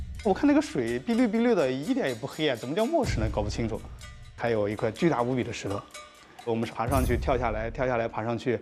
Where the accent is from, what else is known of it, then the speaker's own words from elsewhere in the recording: Anhui, China; moved away; 我家乡在皖中的一个小城里面，芜湖可能好多人不知道嘛，但是事实上它是个蛮有文化氛围的一个地方。县城里面都有很多人会去家里挂字画呀。